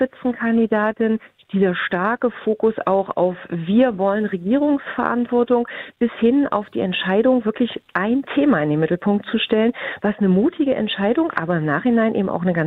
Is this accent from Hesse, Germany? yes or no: no; Saxony-Anhalt, Germany; ich komme aus Sachsen-Anhalt, 75% der Menschen leben hier im ländlichen Raum